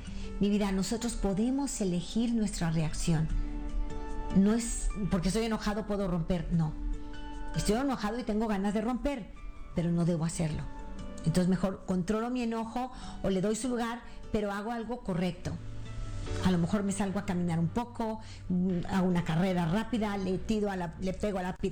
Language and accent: Spanish; Mexico; de una señora en Monterrey, en mi país, al norte de mi país